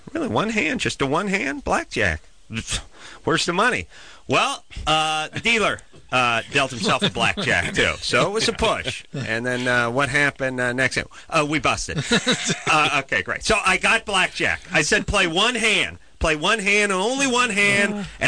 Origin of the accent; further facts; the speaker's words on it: California, United States; I'm from Southern California.